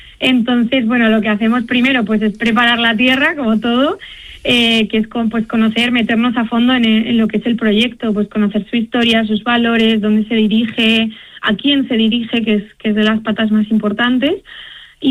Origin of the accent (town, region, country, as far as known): Castile and León, Spain